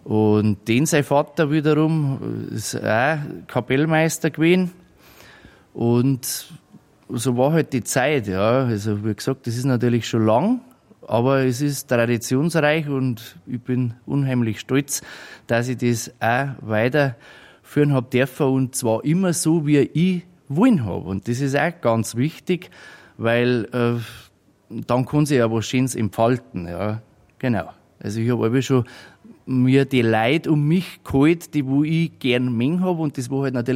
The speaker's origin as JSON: {"language": "German", "town": "Tegernsee", "region": "Bavaria", "country": "Germany", "tie": "born there", "lives_now": "Stürzelham, Germany", "said": "Also ich bin geboren in Tegernsee, wohnhaft in Stürzelham, das ist bei Bayern."}